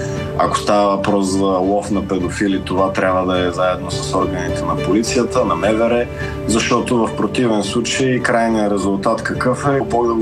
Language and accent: Bulgarian; Sofia, Sofia City, Bulgaria; born there; В квартала, където съм роден в София